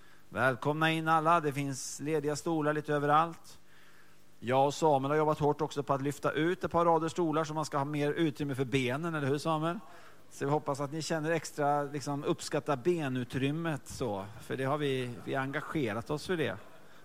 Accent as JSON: {"language": "Swedish", "town": "Mölndal", "region": "Västra Götaland County", "country": "Sweden", "said": "Och jag kommer från Mölndal. Kan en del om Mölndal också."}